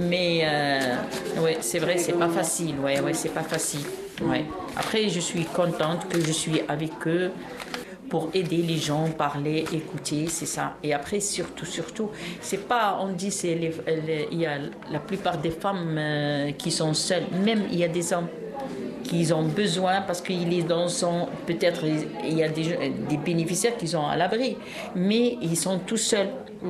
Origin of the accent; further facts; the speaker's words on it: Algeria; French is a second language; now in France; Moi, je suis algérienne.